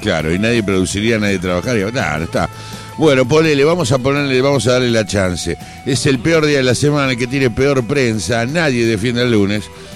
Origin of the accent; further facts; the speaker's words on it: Argentina; nosotros, somos argentinos